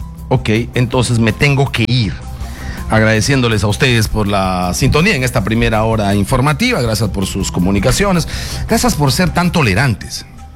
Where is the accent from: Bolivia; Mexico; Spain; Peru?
Peru; somos peruanos.